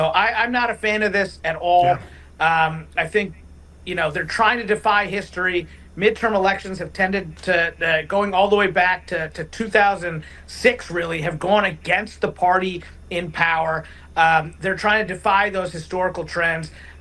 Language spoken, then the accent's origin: English; Virginia, United States; I didn't like it when Democrats attempted it in my home state of Virginia.